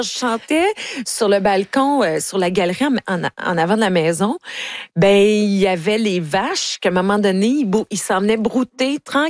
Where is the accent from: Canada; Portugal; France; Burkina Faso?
Canada; Ontario; parce que moi, je viens de l'Ontario.